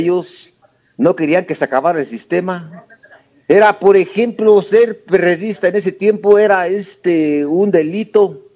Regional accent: Mexico; qué somos los mexicanos o qué sentimos los mexicanos

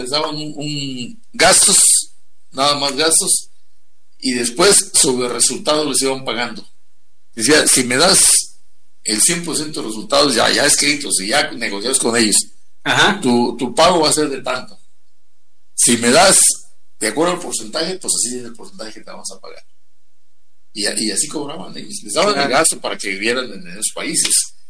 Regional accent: Apatzingán, Michoacán, Mexico; Yo me acuerdo de mi tierra en Apatzingán.

